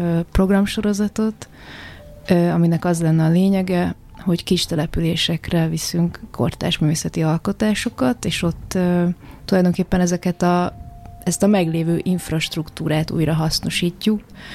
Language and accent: Hungarian; Hungary; Én magam is egy Budapest közeli településen nőttem fel, ami csak 15 éve város